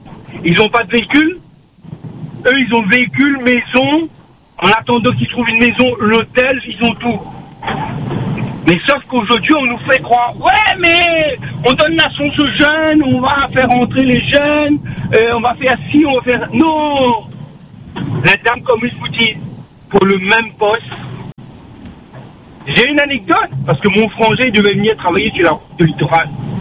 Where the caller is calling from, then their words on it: Réunion; parce qu'on est noir, on n'a pas... Voilà. On est réunionnais, mais notre diplôme n'a pas de valeur.